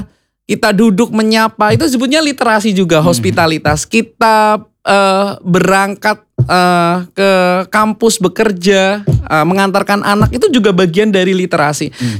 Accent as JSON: {"language": "Indonesian", "town": "Kebumen", "region": "Central Java", "country": "Indonesia", "tie": "born or raised there", "moved": "as an adult", "lives_now": "Purwokerto, Indonesia", "said": "Saya aslinya dari Kebumen."}